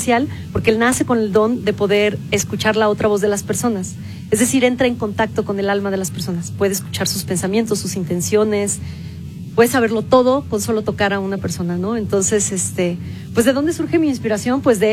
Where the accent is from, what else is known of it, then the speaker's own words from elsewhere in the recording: Guadalajara, Jalisco, Mexico; now in Baja California Sur, Mexico; Quiero decirles que yo soy de Guadalajara, Jalisco, pero he vivido muchos años ya en Baja California Sur.